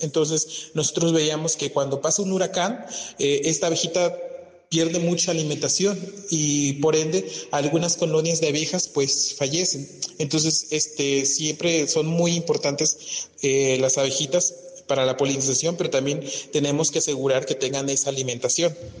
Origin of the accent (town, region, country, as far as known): Cuetzalan del Progreso, Puebla, Mexico; born or raised there